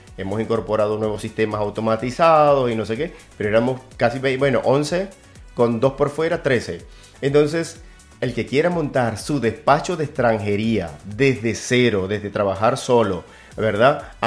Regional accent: Venezuela; now in Zaragoza, Spain; como venezolano me siento muy, muy complacido

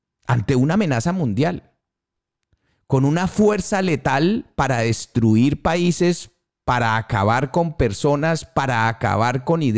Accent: Colombia; como colombiano me refiero

